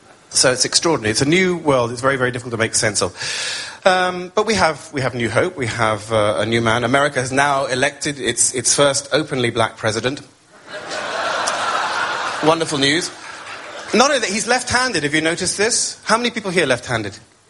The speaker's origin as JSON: {"language": "English", "region": "England", "country": "United Kingdom", "said": "being English"}